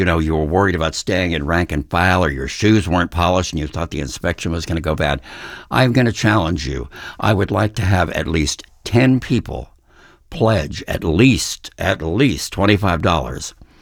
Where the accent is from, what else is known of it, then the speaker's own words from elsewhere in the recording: California, United States; now in Ohio, United States; You know, I grew up in California